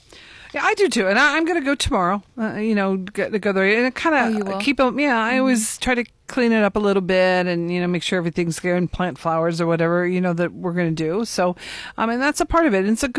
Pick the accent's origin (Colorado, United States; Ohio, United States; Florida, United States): Ohio, United States; Cuyahoga Falls; moved away; I am from there also, by the way. But I don't live there now, but I loved it. We're both Falls High graduates